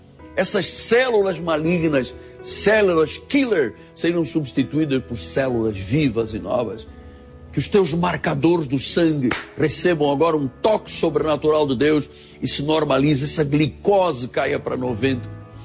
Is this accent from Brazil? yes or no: no; Angola; born there